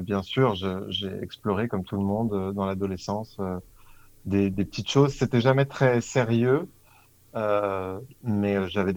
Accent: Paris, Île-de-France, France; born there; Paris, je suis né à Paris.

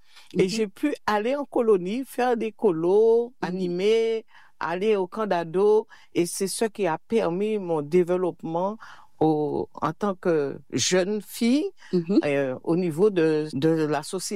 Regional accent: Petit-Canal, Guadeloupe; Eh bien, petite fille, je suis guadeloupéenne. J'ai été élevée dans une petite commune de la Guadeloupe qui est la Petit Canal

